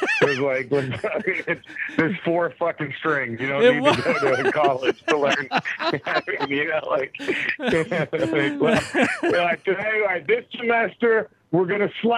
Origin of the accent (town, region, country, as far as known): Dallas, Texas, United States; born or raised there; now in Los Angeles, United States